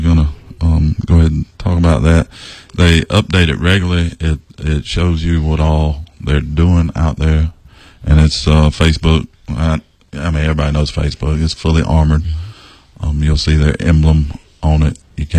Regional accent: Aiken, South Carolina, United States; it's a great small town. I grew up here in Aiken. I left it to go in the military and I came back. But it still has a small town flavor to it

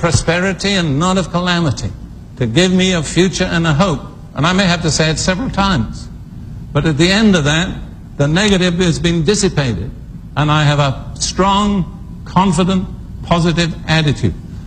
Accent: United Kingdom

